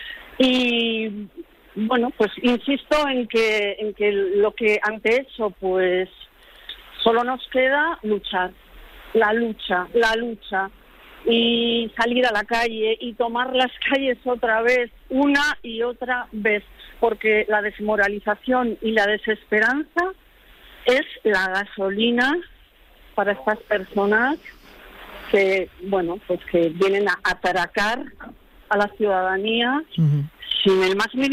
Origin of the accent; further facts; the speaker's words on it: Madrid, Community of Madrid, Spain; como madrileñas, como ciudadanas